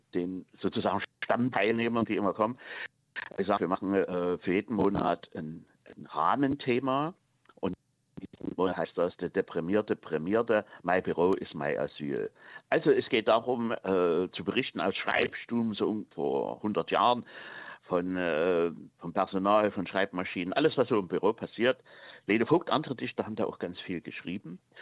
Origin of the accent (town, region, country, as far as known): Saxony, Germany; accent: Saxon dialect